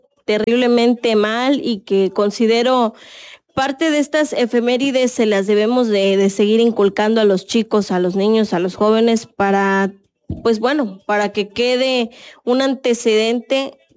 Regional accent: Chiapas, Mexico

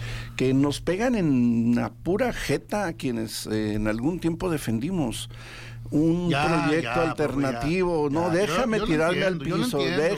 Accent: Mexico; Tú, igual que yo, no, igual que cualquier otro mexicano.

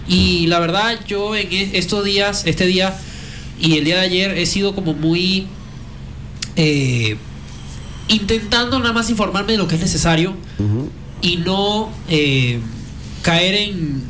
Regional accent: Venezuela; como venezolano, a mí me choquea y me sorprende

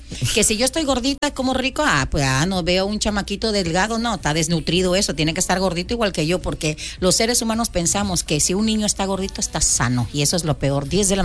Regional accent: Mexico

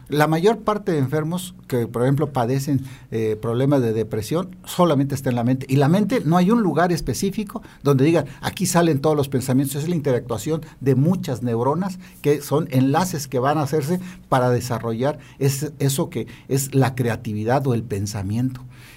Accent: Comitán, Chiapas, Mexico; ahí en mi pueblo, en Comitán, yo soy de Comitán

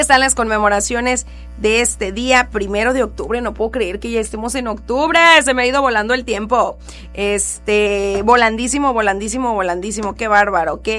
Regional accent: Mexico; Como buenos mexicanos, luego no solemos sacar.

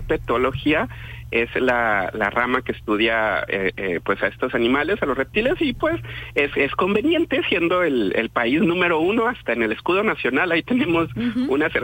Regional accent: Mexico; lo que tenemos como mexicanos, este orgullo de ser el país con más reptiles del mundo

